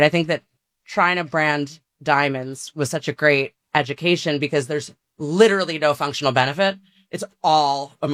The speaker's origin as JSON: {"language": "English", "region": "New York", "country": "United States", "tie": "born or raised there", "lives_now": "Brooklyn, United States", "said": "I grew up in New York, right outside the city, largely. Went to high school in the city. And I now live in Brooklyn with my wife and my 7-year-old son and a little dog."}